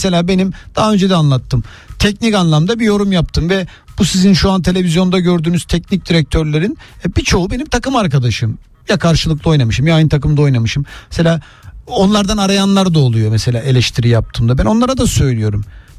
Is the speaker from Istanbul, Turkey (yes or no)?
yes; Istanbul, Turkey; ben Gazi Osman Paşa'da büyüdüm. Hani Senin o hani varoş diye anlattıkları böyle eğitim konusunda problemli bir yerde büyümüşüm.